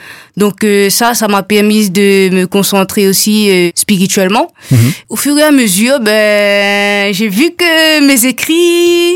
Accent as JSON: {"language": "French", "country": "Réunion", "tie": "born or raised there", "moved": "as an adult", "lives_now": "Toulouse, France", "said": "Je suis originaire de la Réunion"}